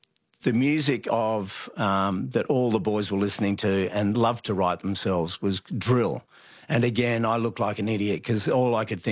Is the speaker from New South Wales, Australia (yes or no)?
yes; Sydney, New South Wales, Australia; born or raised there